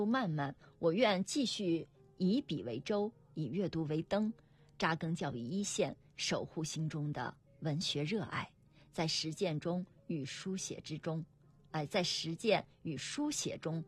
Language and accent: Chinese; Shaanxi, China; 我们安塞